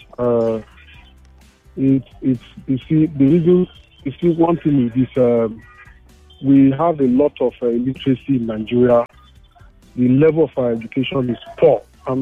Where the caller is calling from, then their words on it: Kenya; Yeah, I'm sorry, I'm calling from Kenya.